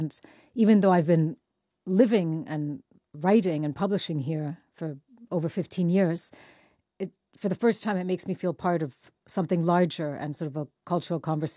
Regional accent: Mexico; moved away as an adult; also born or lived in United States; now in United Kingdom; pan-European Mexican.

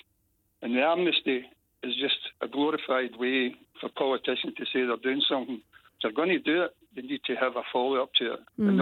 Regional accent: Glasgow, Scotland, United Kingdom; When I grew up in Easterhouse

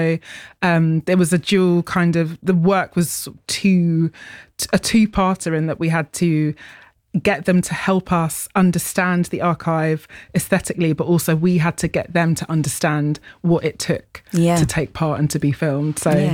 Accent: United Kingdom; we're not American, we're very much British

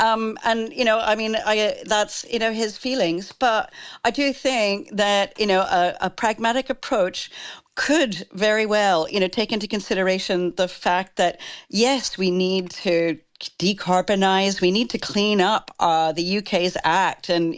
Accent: Canada; I'm from Canada.

